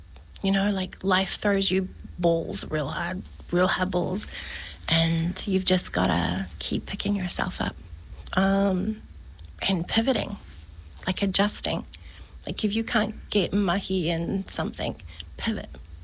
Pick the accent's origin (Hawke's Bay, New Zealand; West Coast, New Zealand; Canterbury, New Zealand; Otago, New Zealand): Canterbury, New Zealand; Burnham; born or raised there